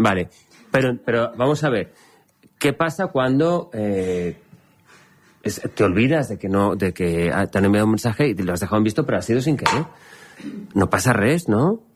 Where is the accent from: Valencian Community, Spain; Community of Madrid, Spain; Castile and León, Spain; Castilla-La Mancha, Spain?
Valencian Community, Spain; Siendo yo valenciano es una expresión complicada.